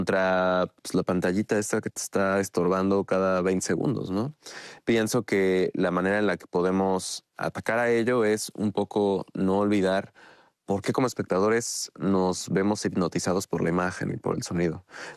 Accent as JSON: {"language": "Spanish", "region": "Puebla", "country": "Mexico", "said": "yo vengo de México, pero hago cine desde el estado de Puebla, ¿no? De la ciudad de Puebla."}